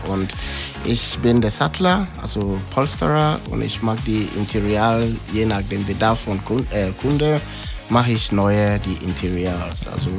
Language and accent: German; Ghana; German is a second language; now in Germany; Weil ich bin aus Ghana hergekommen, also meine Frau kommt aus gebürtig aus Freudenberg, deswegen ein bisschen Akzent noch drin.